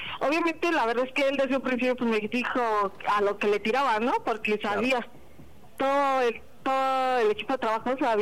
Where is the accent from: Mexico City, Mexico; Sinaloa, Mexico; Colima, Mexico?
Mexico City, Mexico; Tengo 35 y soy de aquí en CDMX.